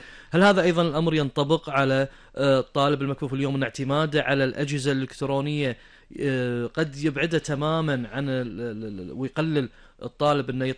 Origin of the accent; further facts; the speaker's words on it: Kuwait; عندنا بالكويت